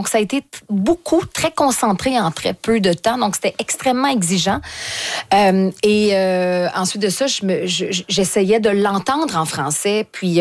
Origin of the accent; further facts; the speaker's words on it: Quebec, Canada; accent: strong Québécois; Mais j'ai un fort accent québécois